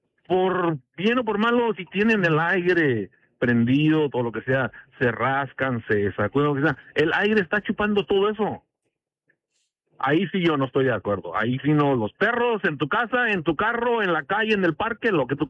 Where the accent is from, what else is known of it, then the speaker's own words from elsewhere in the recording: Mexico; Aunque me crié con perros en México, lindo y querido, pero eran perros para la cacería, que se mantenían solos, que se estaban afuera, no se pasaban a la casa.